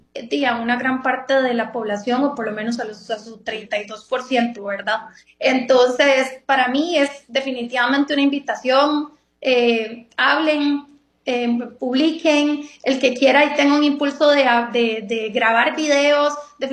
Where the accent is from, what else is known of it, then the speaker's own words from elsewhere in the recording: Costa Rica; como costarricenses nos sintamos uno.